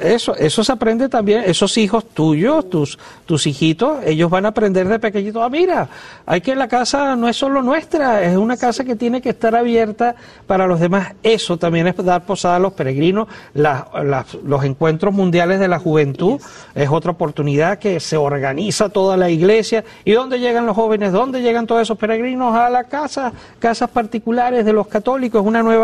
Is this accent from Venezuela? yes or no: yes; Venezuela; born there; moved away; el país donde yo nací, en Venezuela